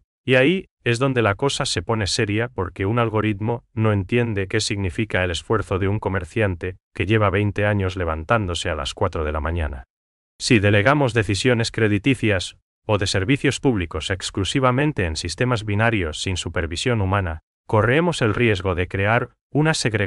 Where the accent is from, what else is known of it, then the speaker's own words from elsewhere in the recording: Paraguay; nuestro valor como paraguayos